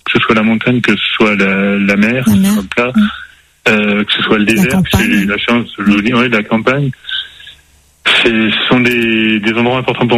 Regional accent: Hauts-de-France, France; moved away

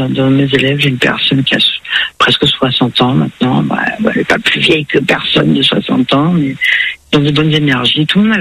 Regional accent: northern France, France; now in Nébian, France; Et c'était ce côté artistique de la petite famille du nord de la France, parce que je viens du nord de la France.

